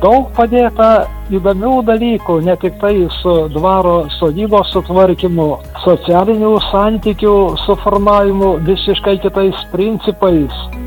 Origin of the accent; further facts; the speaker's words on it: Aukštaitija, Lithuania; man kaip aukštaičiai